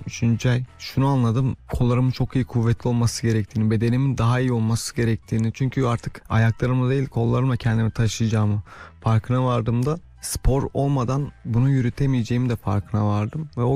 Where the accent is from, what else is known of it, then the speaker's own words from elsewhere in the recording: Kağızman, Kars, Turkey; born there; 27 yaşındayım. Kars Kazman doğumluyum.